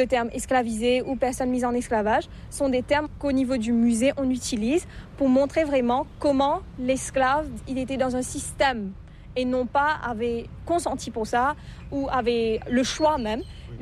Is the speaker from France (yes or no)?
no; Mauritius; first language Mauritian Creole; French is a second language; surtout le créole mauricien. Parce que le créole, c'est notre langue maternelle.